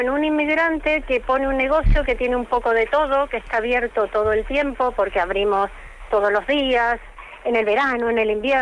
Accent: Argentina; now in Spain; En Argentina nacemos con más cosas

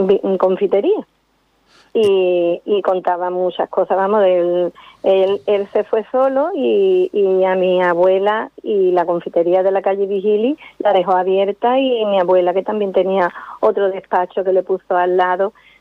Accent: Cádiz, Andalusia, Spain; Yo de pequeña siempre he estado en Cádiz y mi familia toda era de Cádiz.

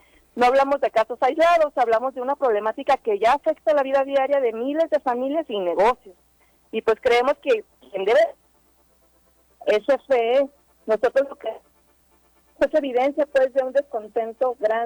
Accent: Villa de Álvarez, Colima, Mexico; pues sabes que soy de Villa de Álvarez, Israel es de Manzanillo.

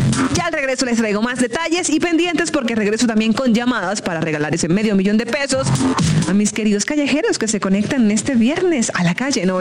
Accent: Caribbean Region, Colombia; tenía que ser como yo, costeña

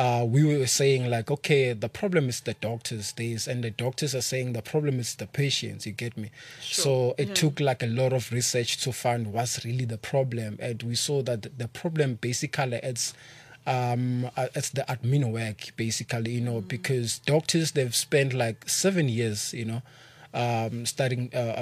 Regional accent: Mpumalanga, South Africa; coming from a background where I grew up in Mpumalanga, by the way.

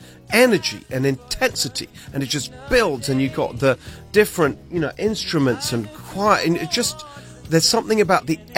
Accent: England, United Kingdom; moved away as an adult; now in California, United States; I was born in England. My parents are Hungarian.

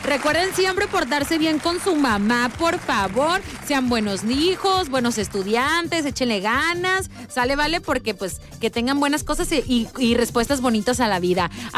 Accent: Colombia; Es que me pidieron que mandara un audio como colombiana y le mandé su saludito a mi radioescucha aquí afuera del aire

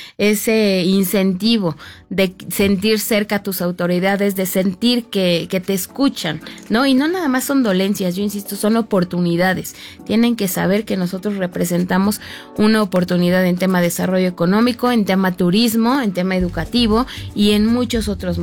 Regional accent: Huitzilac, Morelos, Mexico; Tepoztlán, que a mí me encanta, después de mi pueblo maravilloso también, que es Huitzilac, ¿no?

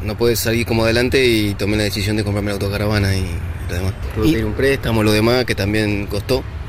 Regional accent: Argentina; now in Spain; Pero no sé, creo que si comparo, si estaría en mi país ahora en Argentina, creo que ni un neumático me podría comprar.

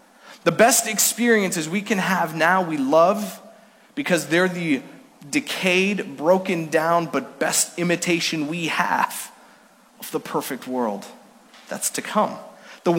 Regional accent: Villach, Carinthia, Austria; I was born in Villach, Austria. It's down in the south side of Austria, about 20 minutes from Italy, because that's where my parents served as missionaries after being sent out by this church in 1980.

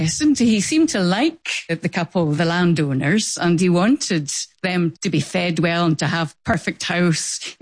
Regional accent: Edinburgh, Scotland, United Kingdom; I'm from Edinburgh.

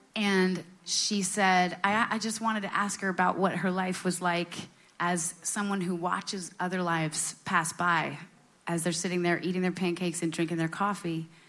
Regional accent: Vermont, United States; moved away; growing up in Vermont

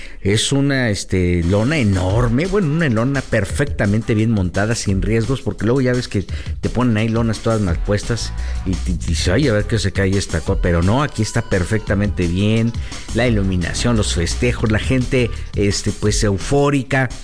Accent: Mexico; Y luego para sentirse orgullosos como mexicanos.

